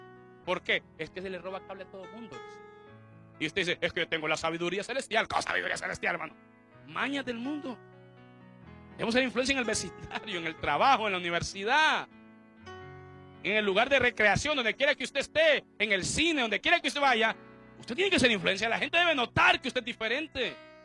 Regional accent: Honduras; soy hondureño, lo que pasa es que soy hijo de Dios.

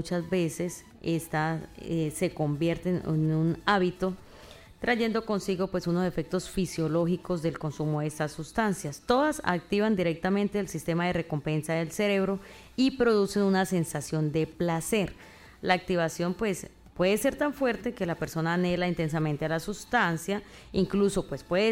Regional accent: Colombia; como colombianos lo pensemos

